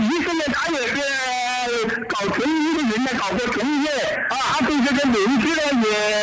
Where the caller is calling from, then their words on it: Qianjiang, Hubei, China; 我是湖北潜江，